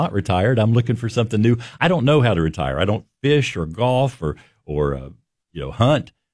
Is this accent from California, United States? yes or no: no; Grafton, West Virginia, United States; now in Lexington, United States; I'm from West Virginia. Where? Grafton, which is near Morgantown, northern